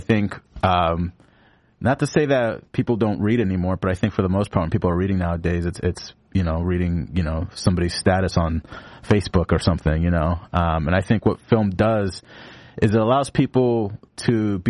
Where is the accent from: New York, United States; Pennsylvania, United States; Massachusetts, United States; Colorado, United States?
Massachusetts, United States; Lynn; born or raised there